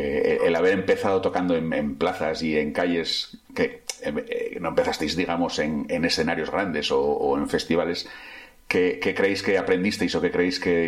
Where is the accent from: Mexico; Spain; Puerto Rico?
Spain; Cantabrian coast; aunque yo sea del Cantábrico